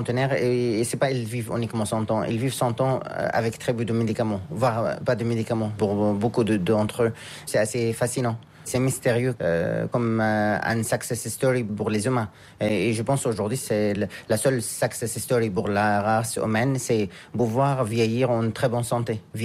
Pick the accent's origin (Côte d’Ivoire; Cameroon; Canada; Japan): Japan; Tokyo; also born or lived in France; Je suis d'origine de France, mais que j'ai grandi ici au Japon. Depuis 25 ans à Tokyo